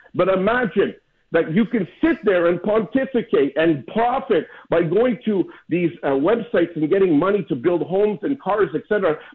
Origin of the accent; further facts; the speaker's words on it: Canada; I'm a Canadian. I'm up north.